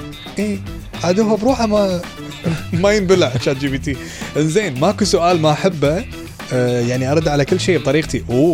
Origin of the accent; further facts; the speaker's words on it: Kuwait; مخي بمخي بالكويت